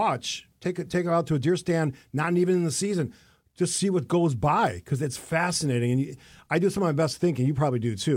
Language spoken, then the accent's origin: English; Cudahy, Wisconsin, United States; Him growing up in Cudahy, as did I.